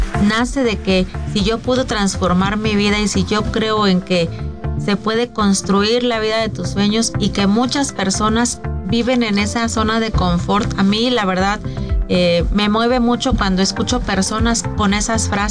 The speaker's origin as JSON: {"language": "Spanish", "town": "Morelia", "region": "Michoacán", "country": "Mexico", "said": "Yo vengo de Morelia, Michoacán"}